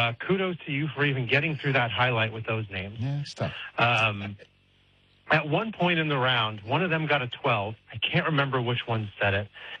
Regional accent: Staten Island, New York, United States; I grew up rich in West Brighton.

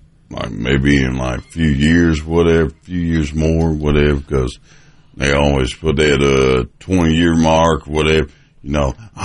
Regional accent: Kentucky, United States; accent: Kentucky; So, my Kentucky accent

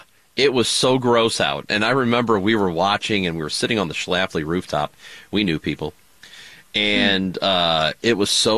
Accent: Granite City, Illinois, United States; I grew up right there in Granite City

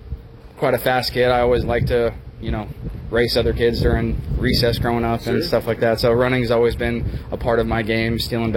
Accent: Las Vegas, Nevada, United States; growing up in Vegas

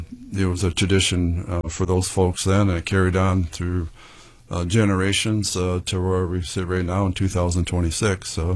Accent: Pinconning, Michigan, United States; Born and raised in Pinconning

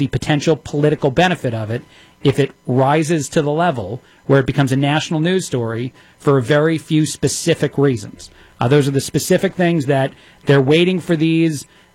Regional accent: New Jersey, United States; moved away; I'm from New Jersey.

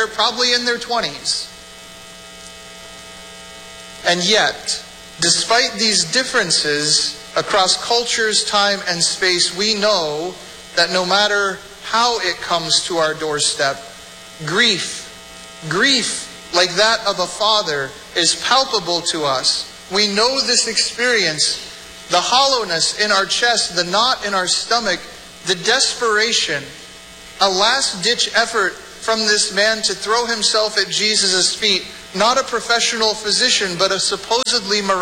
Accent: United States

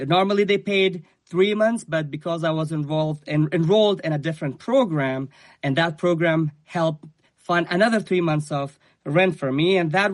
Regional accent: Afghanistan; English is a second language; now in Roanoke, United States; I am from Afghanistan.

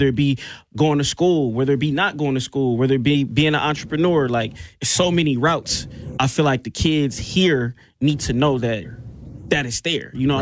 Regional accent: Milwaukee, Wisconsin, United States; moved away as an adult; also born or lived in Memphis; I grew up on the north side.

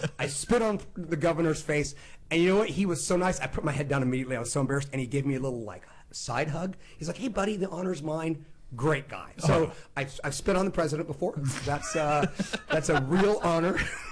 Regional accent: Bakersfield, California, United States; So I'm born and bred Bakersfield. Went to Franklin Elementary. Went to Emerson Junior High, went to Bakersfield High School.

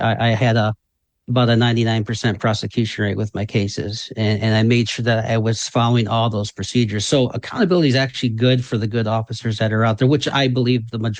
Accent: Michigan, United States; also born or lived in Marshall, Michigan / Kansas; now in Battle Creek, United States; I was born in Marshall, Michigan, 1971, raised in Emmett Township, went to Harper Creek Schools, 1990, graduated of Harper Creek

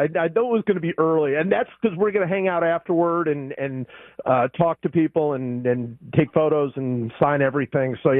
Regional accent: Cleveland, Ohio, United States; They are feeling the same feelings that I felt as a Cleveland fan growing up in Cleveland

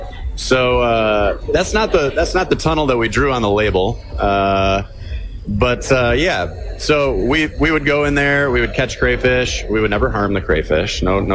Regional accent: Ann Arbor, Michigan, United States; either having to do with us growing up in Ann Arbor.

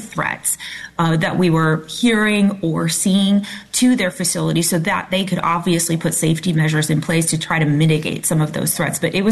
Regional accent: California, United States; Yeah, so 4 acres, and again, I'm from California.

